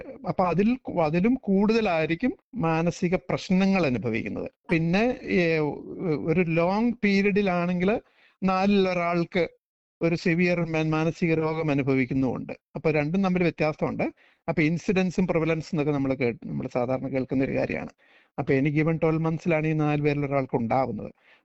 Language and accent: Malayalam; Kerala, India; moved away; നമ്മൾ ഇന്ത്യയിൽ നിന്ന് വരുന്നവർ അല്ലെങ്കിൽ മലയാളികളായിട്ടുള്ളവർ